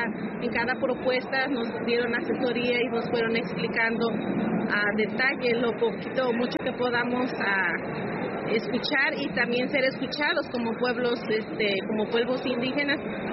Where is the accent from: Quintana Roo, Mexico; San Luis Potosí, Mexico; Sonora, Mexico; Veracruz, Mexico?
Veracruz, Mexico; La Pita; vengo de la comunidad de La Pita, municipio de Ixcuatlán de Madero.